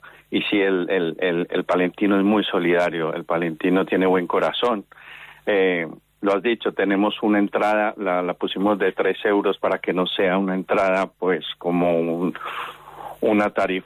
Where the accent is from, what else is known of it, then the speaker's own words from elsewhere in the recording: Pereira, Risaralda, Colombia; now in Spain; en Pereira, que de donde soy originario, nacido, vaya.